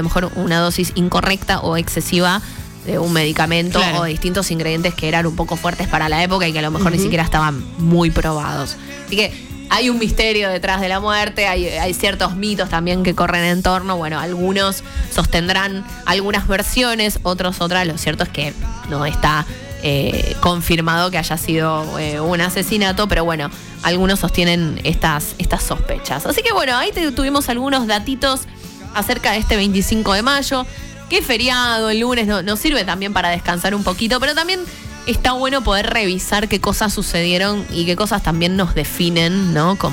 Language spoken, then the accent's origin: Spanish; Argentina; esto que somos, que es Argentina